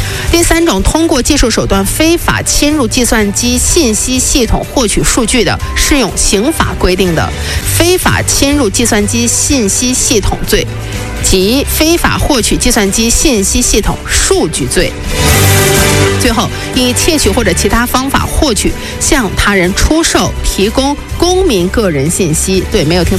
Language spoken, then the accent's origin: Chinese; China; 我们作为中国人，我们是有义务来保护我国的啊